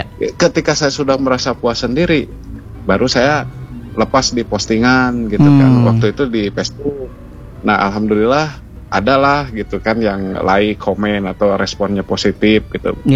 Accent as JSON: {"language": "Indonesian", "town": "Sumedang", "region": "West Java", "country": "Indonesia", "said": "Saya kan orang Sumedang Kang ya. Jadi rasa kangen saya itu dibuat dalam sebuah carpon."}